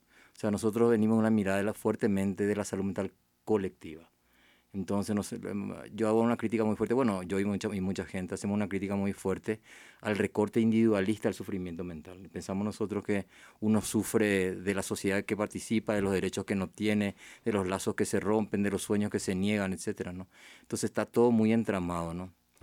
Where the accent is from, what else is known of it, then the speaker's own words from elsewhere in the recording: Paraguay; nosotros, que somos medio centroamericanos en Paraguay, por el tamañito del país